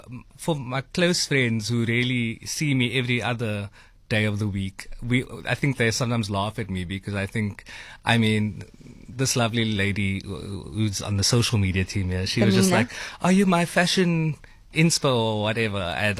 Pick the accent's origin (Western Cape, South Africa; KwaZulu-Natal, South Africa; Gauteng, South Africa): Western Cape, South Africa; Cape Town; I grew up in a very, I guess, proudly colored family. And growing up in Athlone, you know, that's just the world that you're in.